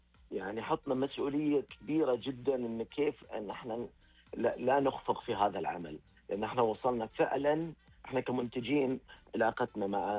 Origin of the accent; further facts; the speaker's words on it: Saudi Arabia; وهذا يعكس على بيئتنا ودرامتنا احنا كسعودية.